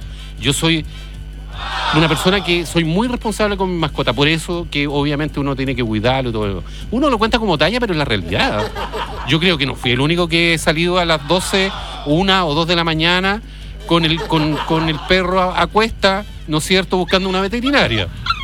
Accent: Lota, Biobío, Chile; 12:30 de la noche buscando veterinario en Concepción. Saca la cuenta, yo soy de Lota.

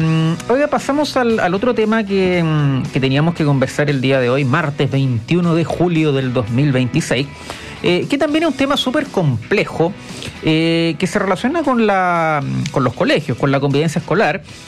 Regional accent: Talca, Maule, Chile; Saludo a mi ciudad natal, siempre, Talca

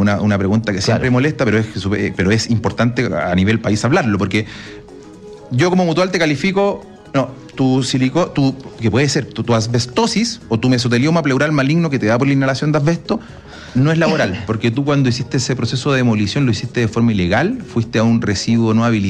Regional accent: Chile; Ahora, yo como lo veo como chileno, ajá, sé que hay brechas.

